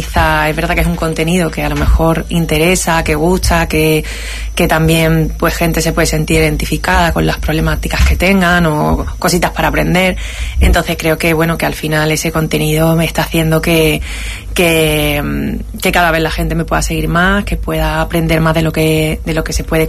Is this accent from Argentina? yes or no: no; Ceuta, Spain; Quería tener mi apellido es muy común y quería tener algo que me atara a mi tierra, y oye, pues mira, Benzú.